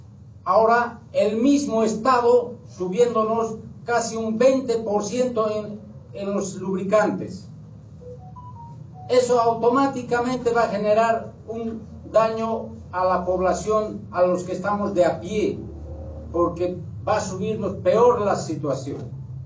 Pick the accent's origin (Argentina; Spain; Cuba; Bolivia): Bolivia; no podemos seguir manejándonos como bolivianos